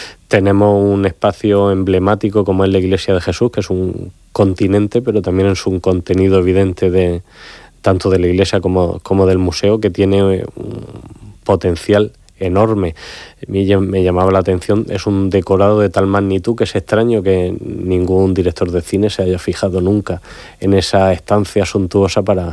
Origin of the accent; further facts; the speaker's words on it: Region of Murcia, Spain; nuestra obligación como murcianos